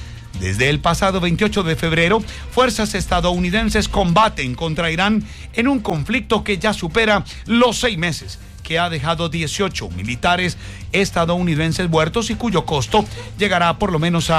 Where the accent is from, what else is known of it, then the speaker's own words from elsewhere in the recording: Tuta, Boyacá, Colombia; now in Bucaramanga, Colombia; como decía el aposento Tuta, mi pueblo